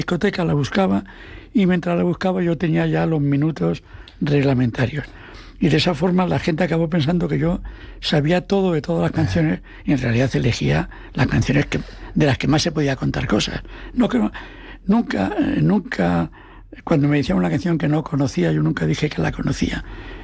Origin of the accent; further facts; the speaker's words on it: Asturias, Spain; Como yo soy asturiano, digo, ¿de dónde?